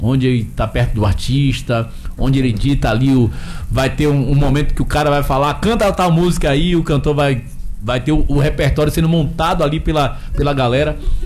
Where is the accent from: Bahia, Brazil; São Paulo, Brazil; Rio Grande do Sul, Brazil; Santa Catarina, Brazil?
Bahia, Brazil; Vera Cruz; Eu sou de Matarandiba, com muito orgulho